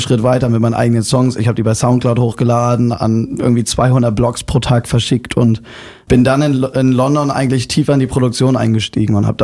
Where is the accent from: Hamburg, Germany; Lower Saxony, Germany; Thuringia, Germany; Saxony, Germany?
Hamburg, Germany; born there; now in Mecklenburg-Vorpommern, Germany; Ich bin in Hamburg geboren, aber wohne in MacPom. Direkt quasi am Meer. Also die Straße guckt direkt aufs Wasser.